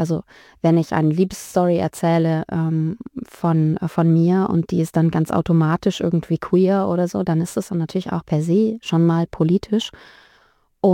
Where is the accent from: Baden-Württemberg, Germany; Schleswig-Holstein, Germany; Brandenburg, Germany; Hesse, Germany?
Baden-Württemberg, Germany; Heilbronn; also born or lived in Thuringia; now in Tübingen, Germany; Also ich bin geboren in Thüringen, bin dann so kurz nach der Wende mit meinen Großeltern und meiner Mama ins Schwabenland gezogen, nach Heilbronn. Und bin dann mit Anfang 20